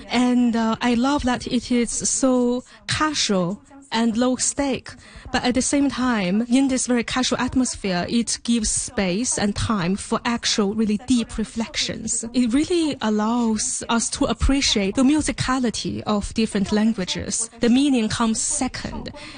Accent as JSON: {"language": "English", "region": "Beijing", "country": "China", "second_language": "English", "said": "I'm from Beijing, China."}